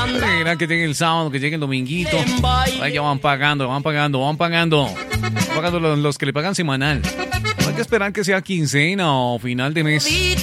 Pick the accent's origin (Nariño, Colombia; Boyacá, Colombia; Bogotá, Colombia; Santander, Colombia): Nariño, Colombia; El Rosario; en el municipio del Rosario, también en el departamento de Nariño, estamos en límites con el departamento del Cauca, y tenemos mucha influencia caucana, incluso muchos nariñenses, su acento es más caucano que nariñense.